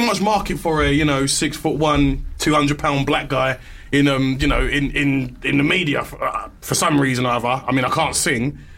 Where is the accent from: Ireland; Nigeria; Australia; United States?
Nigeria; now in United Kingdom; I'm a Nigerian.